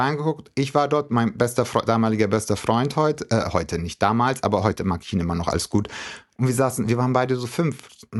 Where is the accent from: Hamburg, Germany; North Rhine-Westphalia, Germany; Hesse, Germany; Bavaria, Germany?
Bavaria, Germany; Rothenburg ob der Tauber; Ich glaube, so einen Albtraum hatte ich bei uns in Rotenburg, ob der Taube, also wo ich herkomme, ursprünglich.